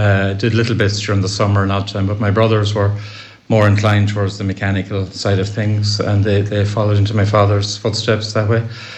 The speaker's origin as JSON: {"language": "English", "region": "Connacht", "country": "Ireland", "tie": "born or raised there", "lives_now": "Tubbercurry, Ireland", "said": "the village at home, Gurcheen Parish, and the youngest of three brothers"}